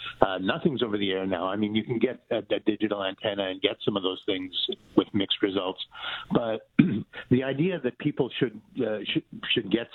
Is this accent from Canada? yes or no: yes; Winnipeg, Manitoba, Canada; now in Toronto, Canada; I'm from Winnipeg, and I am a Leafs fan, but also I'm a Jets fan